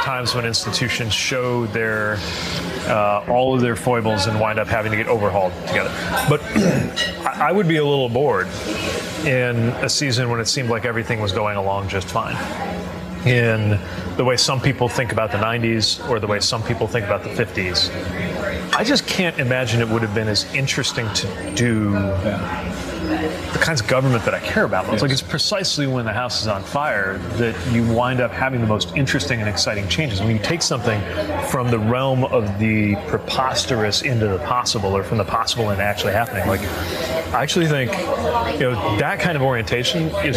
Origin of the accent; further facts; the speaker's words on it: Indiana, United States; I'm gay and I'm from Indiana